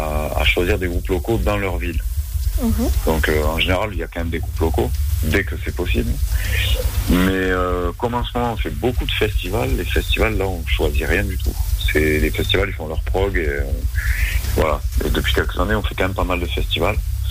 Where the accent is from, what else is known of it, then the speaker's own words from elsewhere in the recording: Toulouse, Occitanie, France; on vient de Toulouse